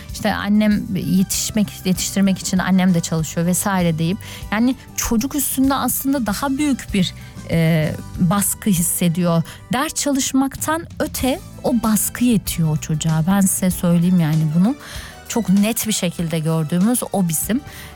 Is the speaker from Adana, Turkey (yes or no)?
yes; Adana, Turkey; moved away; zaten memleketim Adana